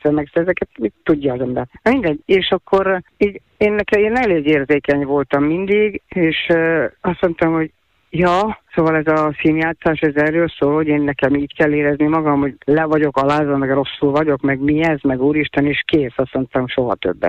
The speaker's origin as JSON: {"language": "Hungarian", "region": "Budapest", "country": "Hungary", "tie": "born there", "said": "én így születtem a 8 kerben."}